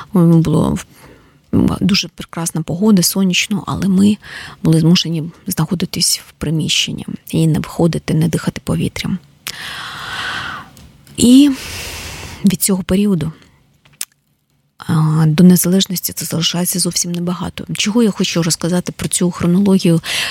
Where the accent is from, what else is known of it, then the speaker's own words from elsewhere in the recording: Kyiv, Ukraine; я киянка, і я можу говорити про Київ.